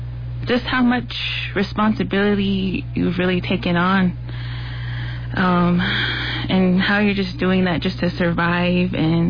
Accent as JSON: {"language": "English", "town": "Tuba City", "region": "Arizona", "country": "United States", "said": "I am from Tuba City, Lower Maungkopi area"}